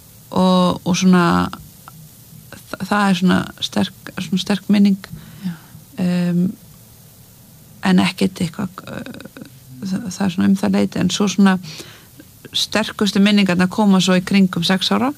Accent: Mosfellsbær, Capital Region, Iceland; já, ég elst upp í Mosels bæ með mömmu og, þarna, og eldri bróðum mínum og þetta bara svona venjulegt Mosó líf

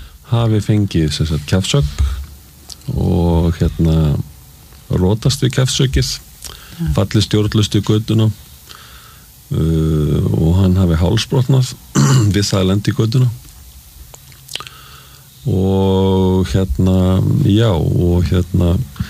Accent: Reykjavík, Capital Region, Iceland; Ég alveg upp í Reykjavík

